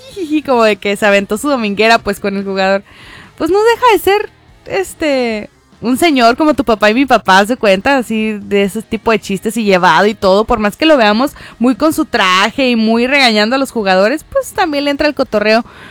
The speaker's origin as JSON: {"language": "Spanish", "country": "Mexico", "said": "así somos los mexicanos"}